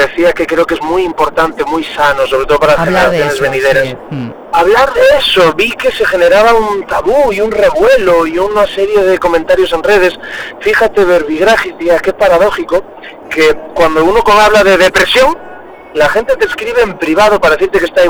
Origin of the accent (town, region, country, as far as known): Galicia, Spain; moved away